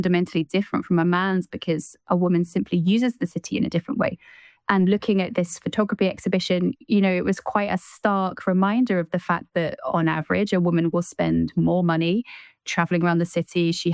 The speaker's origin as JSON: {"language": "English", "town": "Glenrothes", "region": "Scotland", "country": "United Kingdom", "tie": "born or raised there", "said": "that felt very clearly like it had to be Glenrothes, my hometown, where this all began."}